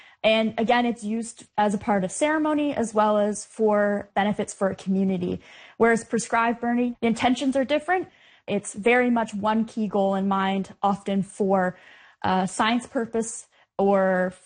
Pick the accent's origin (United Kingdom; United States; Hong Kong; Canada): Canada; Ontario; I grew up on Georgian Bay